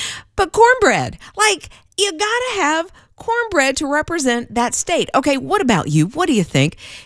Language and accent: English; South Carolina, United States; So, like, I'm originally from South Carolina, right?